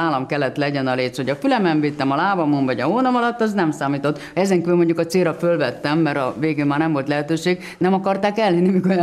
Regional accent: Hungary; és magyar, és kicsit svédül

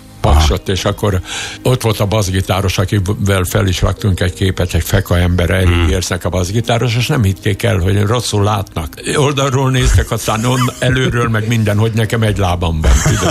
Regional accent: Hungary; born there; én ide születtem, magyarnak születtem, én egy hűséges ember vagyok, én szeretem az országot, Magyarországot, és szeretem Kőbányát, én Kőbányán lakom megint.

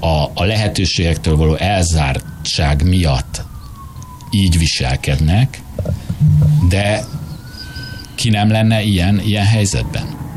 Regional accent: Budapest, Hungary; aki itt Budán születtem, itt éltem Budán egész életemben

